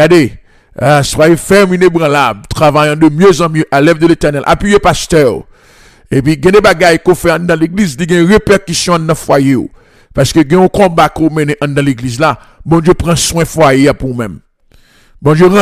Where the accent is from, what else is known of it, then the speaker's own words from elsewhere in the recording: Haiti; la femme haïtienne son trésor, son bagage extraordinaire, l'homme haïtien en tant que tel, son bagage extraordinaire